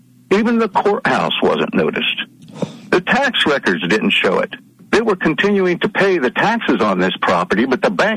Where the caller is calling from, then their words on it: Indiana, United States; from Indiana again.